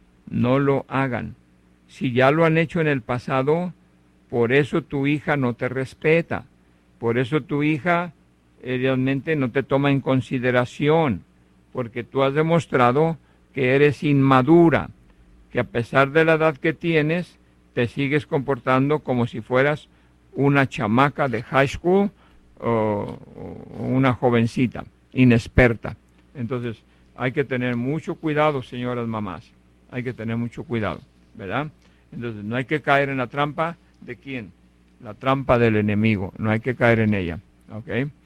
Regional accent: Mexico; Para uno como mexicano, si mientras no esté uno con diabetes y eso el otro, todos los días nos gustaría comernos un pan.

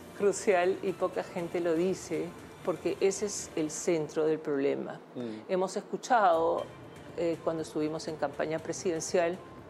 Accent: Peru

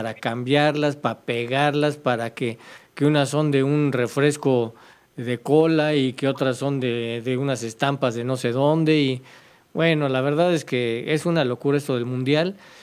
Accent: Mexico; somos mexicanos

